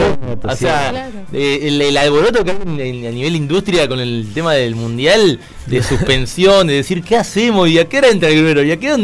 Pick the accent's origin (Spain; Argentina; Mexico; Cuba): Argentina; somos Argentina